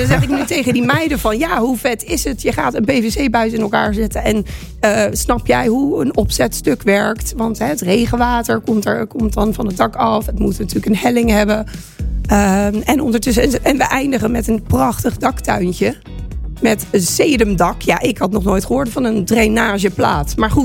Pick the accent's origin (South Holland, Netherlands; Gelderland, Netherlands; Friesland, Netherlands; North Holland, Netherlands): South Holland, Netherlands; Rotterdam; now in Aarlanderveen, Netherlands; ik ben stadse. Ik ben een Rotterdammer. Ik ben verhuisd naar Aarlanderveen, een dorp.